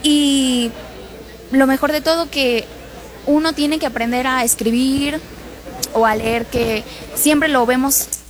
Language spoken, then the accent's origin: Spanish; Chetumal, Quintana Roo, Mexico; soy de Chetumal, Quintana Roo, vengo desde muy lejos para acá, y muchas gracias. Tengo 23 años, no hace mucho recién cumplidos